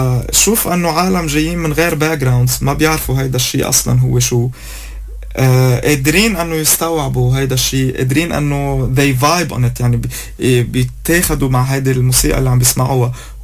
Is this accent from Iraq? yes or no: no; Lebanon